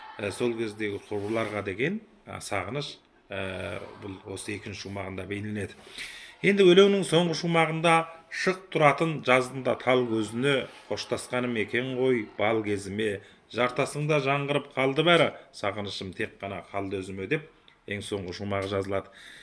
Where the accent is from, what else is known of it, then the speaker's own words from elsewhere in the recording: Fukang, Xinjiang, China; moved away; Өйткені енді осы кісінің де туған жері, менің де туған жерім осы Фукан қаласының Аққала ауылының негізі қыстаулық жері.